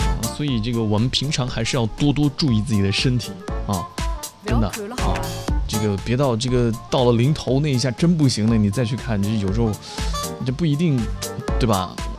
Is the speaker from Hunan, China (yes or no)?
yes; Yueyang, Hunan, China; born or raised there